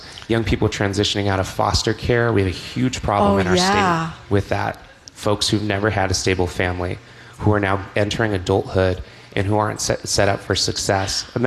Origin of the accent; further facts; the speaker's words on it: Westboro, Massachusetts, United States; growing up in Westboro, I had the opportunity to represent my town as part of this statewide service initiative that takes one eighth grader from every city and town in Massachusetts